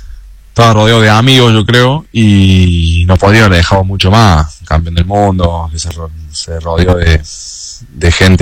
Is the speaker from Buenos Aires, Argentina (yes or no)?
no; Córdoba, Argentina; yo soy de Córdoba